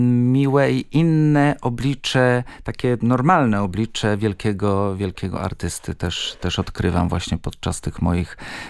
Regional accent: Kraków, Lesser Poland, Poland; born there; urodziłem się w Krakowie

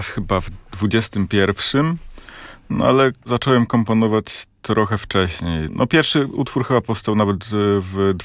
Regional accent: Sztum, Pomeranian Voivodeship, Poland; Ja jestem ze Sztumu

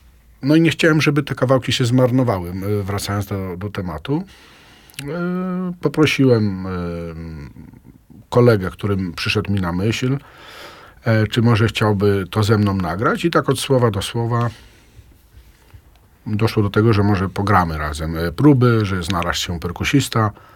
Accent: Aleksandrów Łódzki, Łódź Voivodeship, Poland; Ja Ozorków, ale tymczasowo, że tak powiem, służbowo, bo ogólnie zawsze byłem, jestem i będę z Aleksandrowa Łódzkiego.

